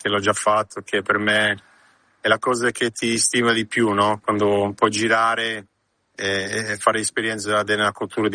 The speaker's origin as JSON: {"language": "Italian", "country": "Australia", "tie": "born or raised there", "moved": "yes", "lives_now": "Milan, Italy", "said": "un mio amico che siamo cresciuti insieme in Australia con Max Vieri"}